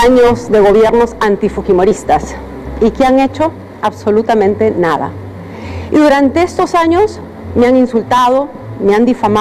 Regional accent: Peru

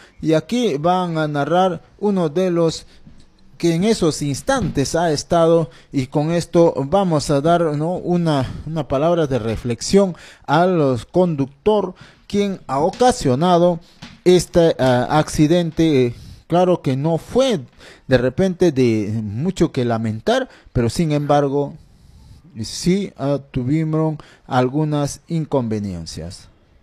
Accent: Tambillo, Junín, Peru; now in Pichanaki, Peru; mi tierra natal, Tambillo y el distrito. No, es un anexo, y como también el distrito de Ricrán

